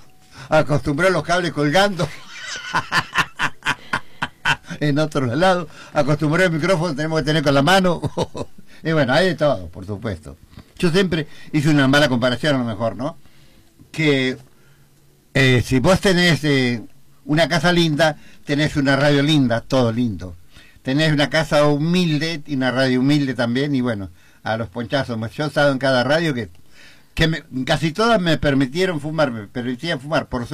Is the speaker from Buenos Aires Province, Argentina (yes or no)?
yes; Balcarce, Buenos Aires Province, Argentina; born there; Yo nací en Balcarce, provincia de Buenos Aires.